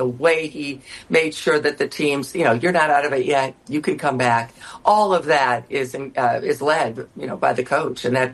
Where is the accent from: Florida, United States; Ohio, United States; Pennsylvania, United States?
Ohio, United States; Toledo; And I'm a Midwesterner. I'm from the suburbs of Toledo, Ohio, so I don't necessarily have a New York bias by any means.